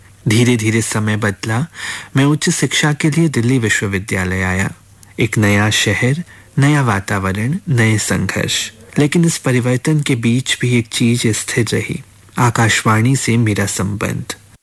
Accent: Gorakhpur, Uttar Pradesh, India; मेरा बचपन गोरखपुर में बीता, शुरुआती शिक्षा भी वहीं हुई।

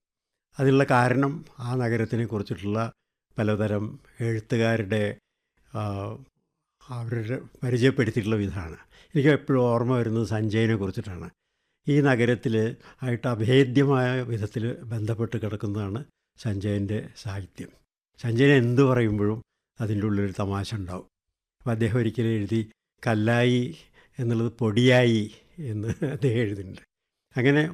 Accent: Perumudiyoor, Kerala, India; born there; ഞാൻ ജനിച്ചത് പട്ടാമ്പിക്കടുത്തുള്ള പെരുമുടിയൂർ എന്നുള്ള ഒരു കൊച്ചു ഗ്ര

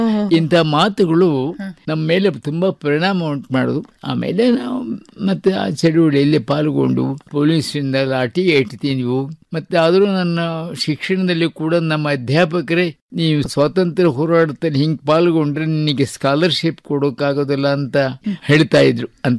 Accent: Ajjampura, Karnataka, India; born there; ಅದಕ್ಕೆ ಈಗ ವಿಜಯ ಮೈದಾನ ಅಂತಾನೆ ಹೆಸರಿಟ್ಟಿದ್ದಾರೆ ನಮ್ಮ ಊರು.

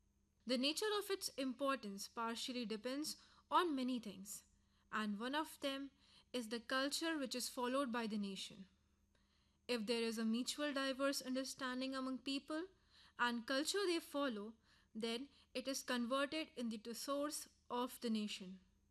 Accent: India

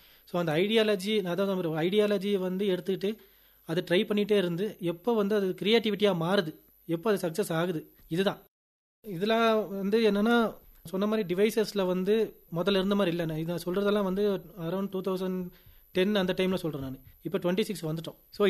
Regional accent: Solur, Tamil Nadu, India; born there; நான் வந்து நீலகிரி மாவட்டம் உதகமண்டலம் சோலூர் கிராமம் அங்கே தான் பிறந்தேன்.

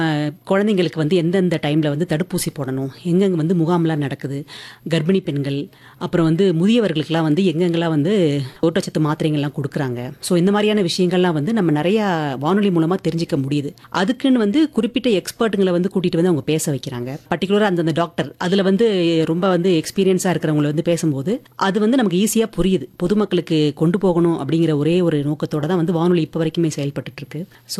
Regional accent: Chennai, Tamil Nadu, India; நான் வந்து பிறந்து வளர்ந்ததெல்லாம் சென்னையில்.

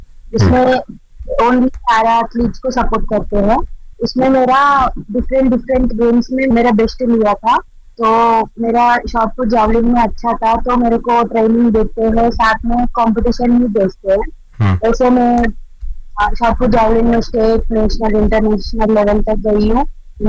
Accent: Andhra Pradesh, India; Hindi is a second language; मैं आंध्र प्रदेश से हूँ

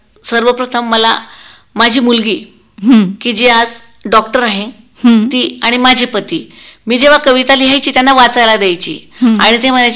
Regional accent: Marwad, Maharashtra, India; माझं बालपण अमळनेर तालुक्यातील मारवड या गावी गेलं। माझे वडील सालगडी म्हणून काम करत असत

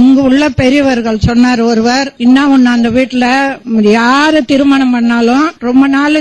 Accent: Perumandur, Tamil Nadu, India; moved away as an adult; எனது சொந்த ஊர் திண்டிவனம் வட்டம் பெருமண்டூர் கிராமம். அங்கு நான் பிறந்த ஊரில் ஆதிநாதர் பகவான் தான். இங்கு நான் வாக்கப்பட்ட ஊரிலும் ஆதிநாதர் பகவான் தான்.

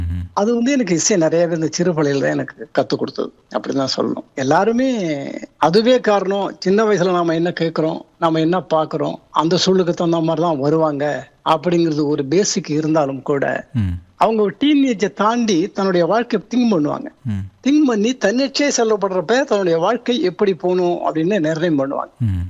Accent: Thanjavur district, Tamil Nadu, India; நானும் அருமையான கிராமத்துல தான் பிறந்தேன், தஞ்சை மாவட்டம், அங்கதான் பிறந்தேன்.

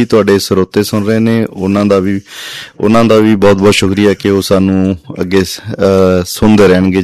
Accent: Harraipur, Punjab, India; now in Bathinda, India; ਮੇਰਾ ਪਿੰਡ ਹਰਰਾਏਪੁਰ ਹੈ ਜੀ, 3 ਕੋਣੀ, ਇੱਥੋਂ ਬਠਿੰਡਾ ਤੋਂ 18 ਕਿਲੋਮੀਟਰ ਦੂਰ ਆ। 7ਵੇਂ ਪਾਤਸ਼ਾਹ ਸਾਹਿਬ ਸ੍ਰੀ ਗੁਰੂ ਹਰਰਾਏ ਸਾਹਿਬ ਦੀ ਵਰਸੋਈ ਹੋਈ ਧਰਤੀ ਹੈ ਜੀ, ਇਤਿਹਾਸਕ ਪਿੰਡ ਹੈ

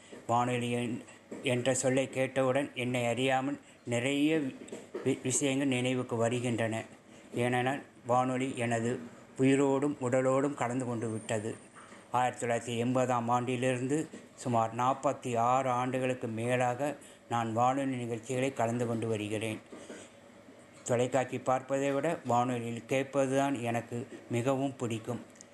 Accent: Tirunelveli district, Tamil Nadu, India; now in Coimbatore, India; எனது சொந்த மாவட்டம் நெல்லை மாவட்டம்

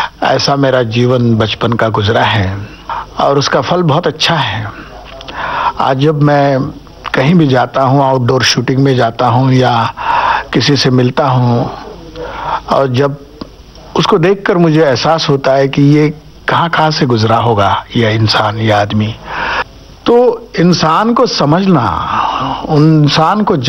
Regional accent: Ahmednagar, Maharashtra, India; अहमदनगर में ही मेरी पढ़ाई हुई, स्कूल की, कॉलेज की, वहीं मैंने थिएटर किया, एक्टिंग की। मेरे गांव में पानी कम है

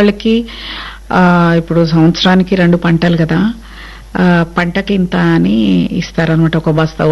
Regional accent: Nalgonda district, Telangana, India; మాది మారుమూల గ్రామము, నల్గొండ జిల్లా మిర్యాలగూడ దగ్గర భల్లు నాయక్ తండా. మిర్యాలగూడకి ఒక 10-12 కిలోమీటర్స్ దూరంలో ఉంటుంది. ఆ తండాలో పుట్టి పెరిగాను నేను. ప్రాథమిక పాఠశాల అక్కడే, 1-5 వరకు అక్కడే చదువుకున్నాను, ఖాన్గీ బడిలో. గవర్నమెంట్ స్కూల్ లేదు మా దగ్గర

